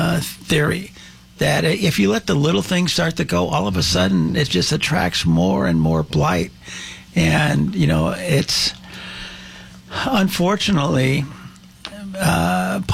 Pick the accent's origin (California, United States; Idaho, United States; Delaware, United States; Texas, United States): California, United States; Los Angeles; I mean, I grew up in the San Fernando Valley.